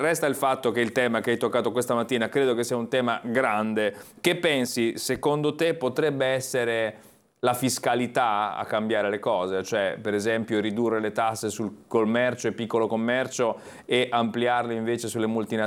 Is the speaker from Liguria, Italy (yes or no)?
yes; La Spezia, Liguria, Italy; Io per esempio, che vengo dalla Spezia